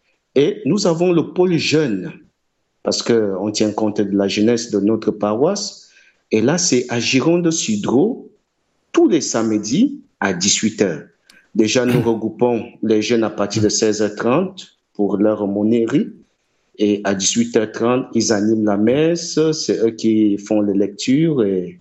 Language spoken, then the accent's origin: French; Cameroon; now in France; Je suis camerounais